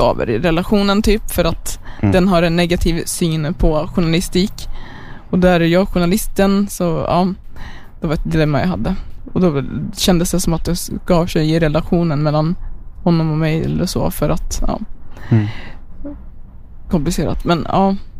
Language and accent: Swedish; Eskilstuna, Södermanland, Sweden; born or raised there